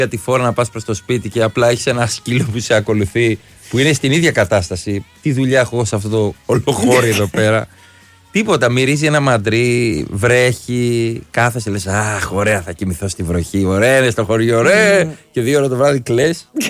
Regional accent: Menidi, Attica, Greece; Έχει χάρη που είμαι από το Μενίδη και τα λιώσια. Μπορώ να το πω εγώ.

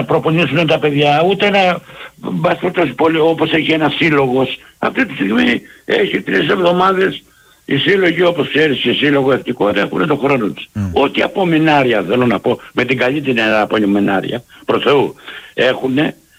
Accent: Peloponnese, Greece; Μπορεί να είναι εγωιστικό, μπορεί επειδή είμαι και Λάκωνας να είναι από την πατρίδα μου.

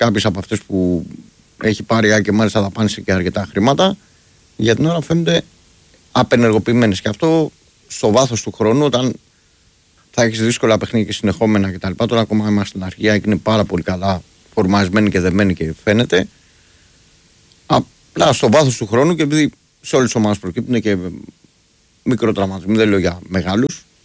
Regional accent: Greece; εμείς είμαστε Έλληνες

